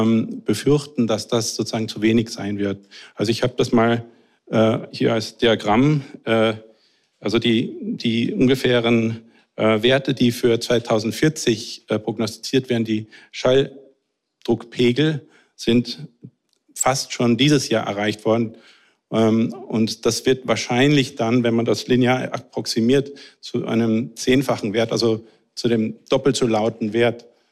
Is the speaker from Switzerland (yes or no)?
no; Kerschbaum, Upper Austria, Austria; ich komme aus Kerschbaum